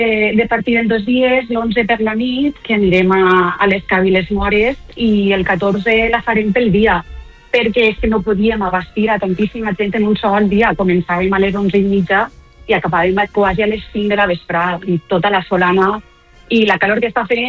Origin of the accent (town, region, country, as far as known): El Verger, Valencian Community, Spain